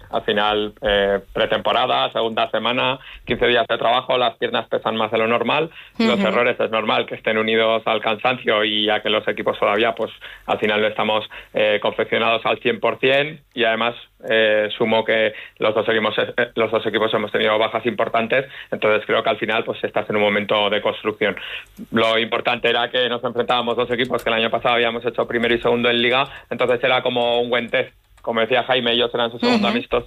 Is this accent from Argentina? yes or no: no; Zaragoza, Aragon, Spain; Aparte yo soy de Zaragoza, así que vengo de muy lejos